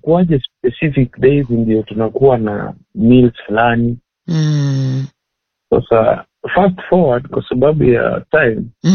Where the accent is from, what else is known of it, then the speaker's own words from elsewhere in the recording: Kisii, Kisii County, Kenya; born there; Ila mimi nimezaliwa pale Kisii.